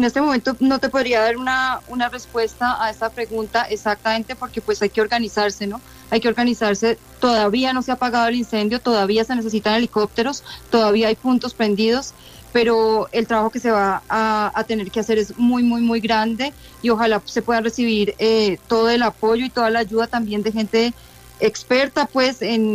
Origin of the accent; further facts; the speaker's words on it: Villa de Leyva, Boyacá, Colombia; Yo soy de acá de Villa de Leyva, he visto muchos incendios en mi vida